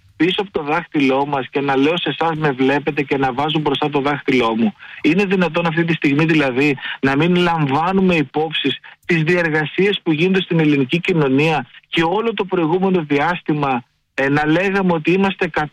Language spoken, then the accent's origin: Greek; Agrinio, Western Greece, Greece; Εγώ γεννήθηκα στο Αγρίνιο.